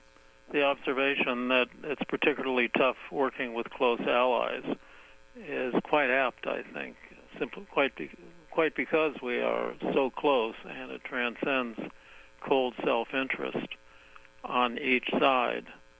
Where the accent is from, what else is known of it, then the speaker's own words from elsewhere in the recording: United States; also born or lived in England; None of that seemed to affect the relationship with me, the visiting American.